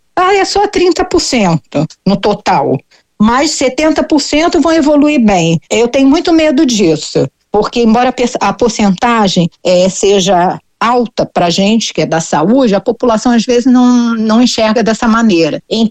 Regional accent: Rio de Janeiro, Brazil; Eu, por exemplo, sou do Rio e nós não temos essa orientação.

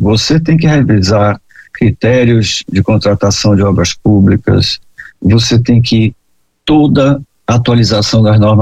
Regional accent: Bahia, Brazil; eu sou do Nordeste, né, na Bahia, e você já convive com isso

